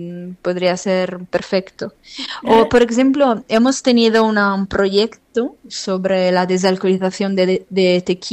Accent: Turin, Piedmont, Italy; Torino, bueno, el centro.

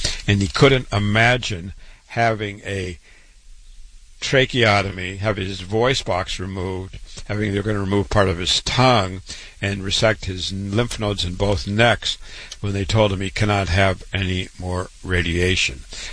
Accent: Waterloo, Iowa, United States; born and raised in Waterloo, Iowa, went to public school, university, MD at 25

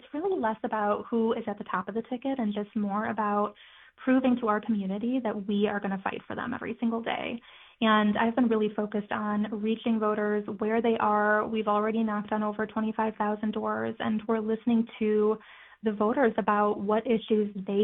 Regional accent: Michigan, United States; I grew up in Macomb County. I grew up here. My husband and I are raising our three kiddos here, and God willing, I'm going to grow old here.

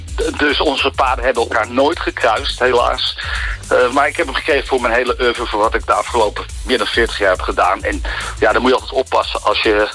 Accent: Purmerend, North Holland, Netherlands; En ik ben opgegroeid in Purmerend en ook geboren.

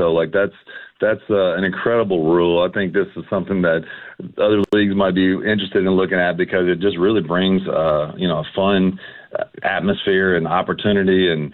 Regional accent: Louisville, Kentucky, United States; this is my city, you know. So I grew up in Louisville. So if I win or I lose, I'm still going to live in that city.

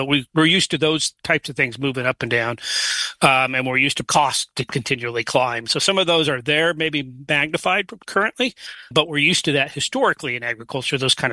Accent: Nebraska, United States; So I grew up in Western Nebraska on a cattle and wheat farm.

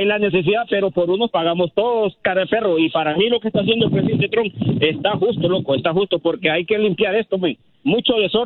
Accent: Pakistan; Spanish is a second language; Yo soy de Pakistán, pero mi esposa es salvadoreña y aprendí a hablar español.

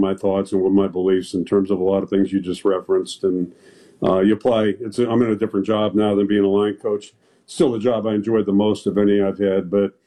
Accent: Pittsburgh, Pennsylvania, United States; moved away; growing up in Pittsburgh

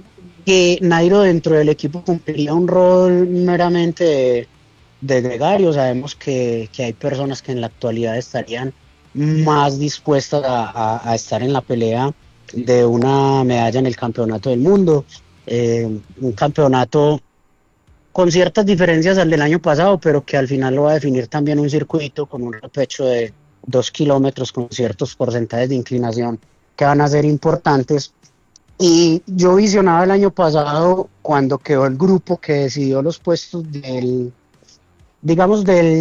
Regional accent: Colombia; aquí hablo como un colombiano más

